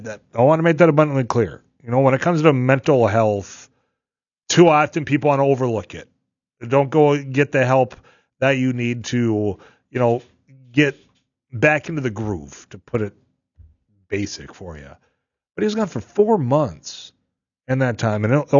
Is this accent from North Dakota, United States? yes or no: yes; Leeds, North Dakota, United States; speaking of Leeds, my hometown up there